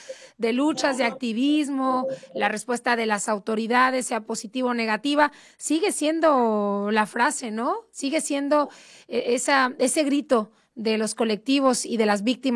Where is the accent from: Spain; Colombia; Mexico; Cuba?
Mexico; cómo somos los mexicanos, ¿no?